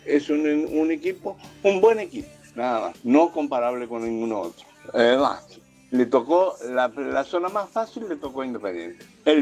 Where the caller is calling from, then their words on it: Mendoza, Argentina; Como mendocino